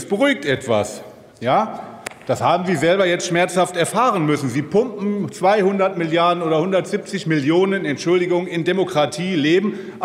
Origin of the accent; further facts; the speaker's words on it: North Rhine-Westphalia, Germany; In meinem Heimatland, Bundesland, NRW